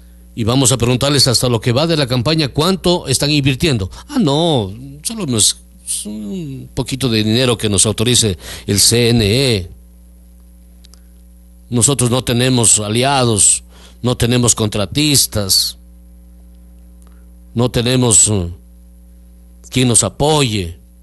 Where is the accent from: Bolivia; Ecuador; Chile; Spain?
Ecuador; le dijimos que somos ecuatorianos y que acá decimos cola.